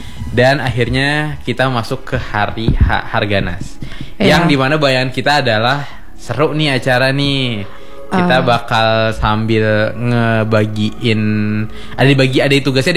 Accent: Palangka Raya, Central Kalimantan, Indonesia; Kita sebagai warga Palangkaraya

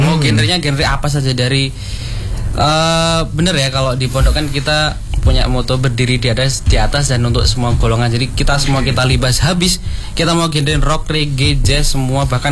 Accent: Pacitan, East Java, Indonesia; Saya berasal dari Pacitan, dekat.

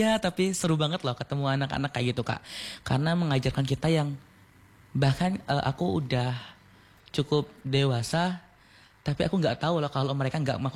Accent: Pangkal Pinang, Bangka Belitung Islands, Indonesia; Nah, aku dari Pangkal Pinang, di Selindung Lama. Kalau teman-teman yang sering jalan-jalan ke pantai, mungkin kita bakal agak sering ketemu karena rumah aku di area situ, teman-teman.

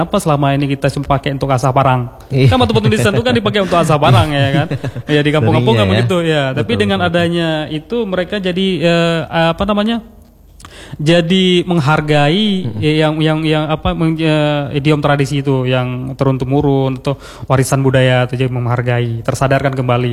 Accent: Aceh, Indonesia; sebagai orang Aceh

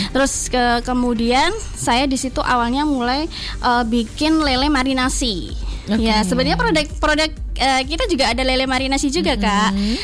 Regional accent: Winong, Java, Indonesia; Saya asli kelahiran dari desa Winong.

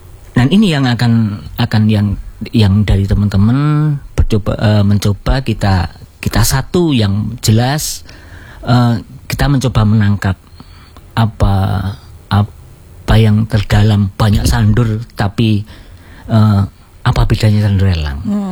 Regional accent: Jember, East Java, Indonesia; Tapi alhamdulillah karena memang dari kecil sampai kuliah itu di Jember, dari lahir Jember sampai kuliah Jember.

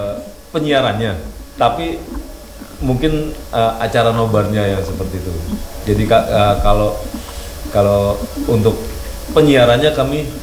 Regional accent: Java, Indonesia; karena saya dari Jawa, dulu di Jawa itu tidak ada bendera-bendera setinggi-setinggi itu di rumah-rumah.

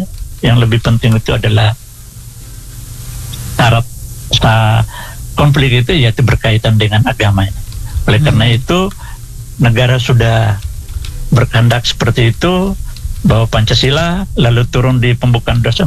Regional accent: Indonesia; Kita nih orang Indonesia

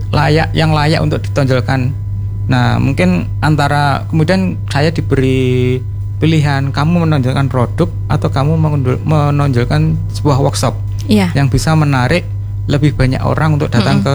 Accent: Tegal Weru, East Java, Indonesia; Taru itu sebenarnya desa kami, Tegal Weru awalnya.

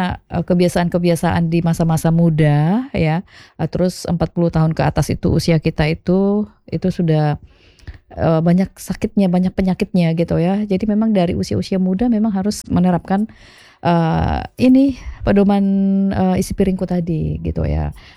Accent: North Sumatra, Indonesia; kalau kita itu ya orang Batak itu makannya harus banyak, lebih banyak nasinya daripada lauknya

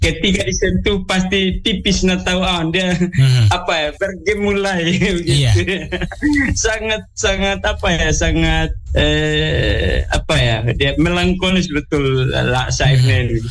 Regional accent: East Nusa Tenggara, Indonesia; Kalau kami orang TTS katakan orang TTU mereka katakan takanap.

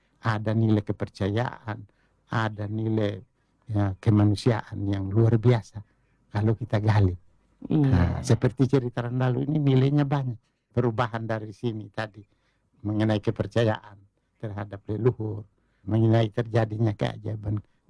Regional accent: East Nusa Tenggara, Indonesia; sikap perilaku kita sebagai orang Sabu terlihat di dalam diri kita.

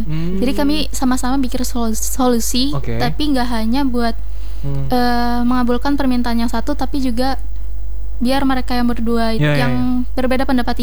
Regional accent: Palangka Raya, Central Kalimantan, Indonesia; aku kan aslinya Palangka juga

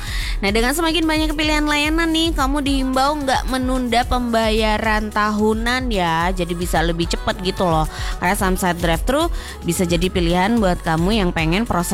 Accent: West Java, Indonesia; kita ini warga Jawa Barat

